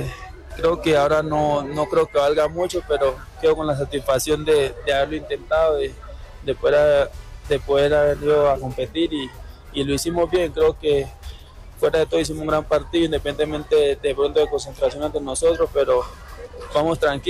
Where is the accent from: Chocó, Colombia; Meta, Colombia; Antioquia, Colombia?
Chocó, Colombia; moved away; por ser de Colombia y más que todo el Chocó, donde siempre fue muy fuerte todo